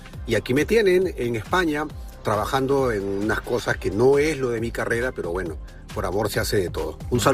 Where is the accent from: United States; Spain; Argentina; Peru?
Peru; moved away as an adult; figura pública en mi país, Perú